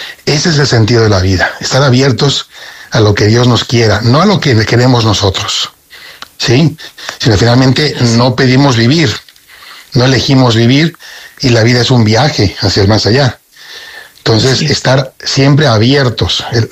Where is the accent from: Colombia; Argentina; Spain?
Spain; now in Mérida, Mexico; Yo soy español, aunque vivo aquí en México.